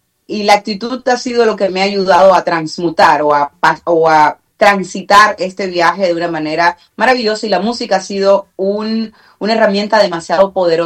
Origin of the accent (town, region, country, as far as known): Cuba; now in Miami, United States